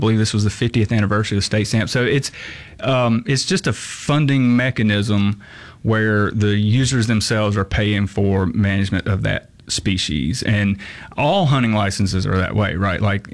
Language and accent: English; United States; So I'm from Lawrence County. I tell people all the time, you know, Lawrence County to this day has like one red light in the whole county, you know. So I grew up in a really rural place.